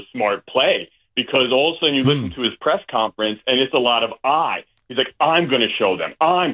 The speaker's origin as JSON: {"language": "English", "town": "Westchester", "region": "New York", "country": "United States", "lives_now": "Tampa, United States", "said": "These guys down here in Tampa, I'm originally from Westchester, but I noticed down here, they really have taken a liking to the Bucs"}